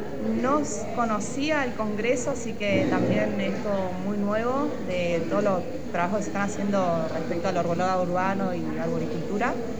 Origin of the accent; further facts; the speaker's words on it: Comodoro Rivadavia, Chubut, Argentina; moved away as an adult; now in San Pedro, Argentina; vengo de Comodoro Rivadavia, de la provincia de Chubut. Estoy estudiando la carrera Tecnicatura Universitaria Guardaparque en San Pedro.